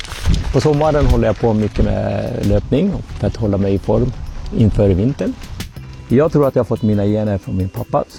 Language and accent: Swedish; Rovaniemi, Lapland, Finland; born there; Min finska bakgrund är att mina föräldrar kommer från Finland och jag är född i Rovaniemi.